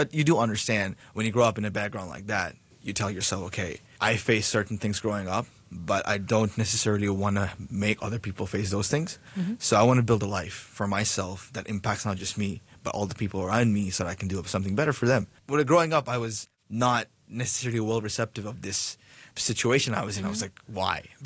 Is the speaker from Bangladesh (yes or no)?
yes; Bangladesh; now in Hong Kong; And I came from that because I grew up in Bangladesh entirely.